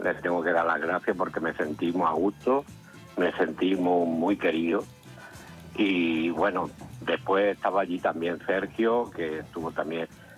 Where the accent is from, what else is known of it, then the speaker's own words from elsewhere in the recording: Nerja, Andalusia, Spain; born there; en esa habitación nacimos todos, mis hermanos y yo, porque nacimos todos aquí en Nerja, no fuimos a ningún hospital ni nada. Mi madre nos tuvo todo ahí